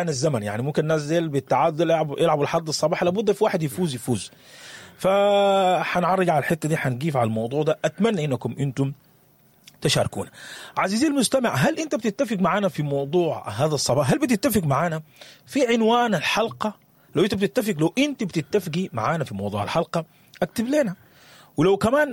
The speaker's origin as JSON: {"language": "Arabic", "country": "Sudan"}